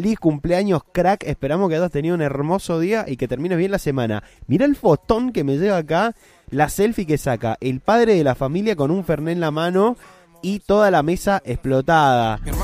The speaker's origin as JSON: {"language": "Spanish", "country": "Argentina"}